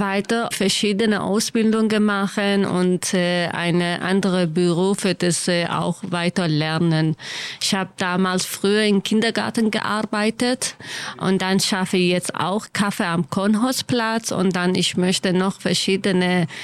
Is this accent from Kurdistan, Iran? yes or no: yes; Sanandaj, Kurdistan, Iran; German is a second language; now in Germany; Ich war ewige Jahre nicht in meine Heimat zurückgegangen, weil jetzt krieg ich in Iran und ich möchte einfach Freiheit im Leben haben in Iran